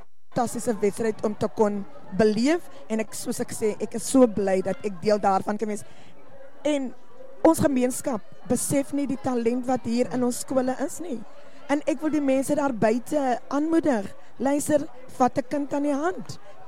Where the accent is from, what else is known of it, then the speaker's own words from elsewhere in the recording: Blanco, Western Cape, South Africa; born there; Ek kom uit die stofpaaie van Gelredome, dit is waar ek gebore is. Ek is 'n blankonaar.